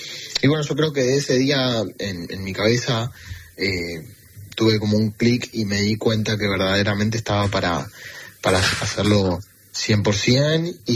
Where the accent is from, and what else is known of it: Argentina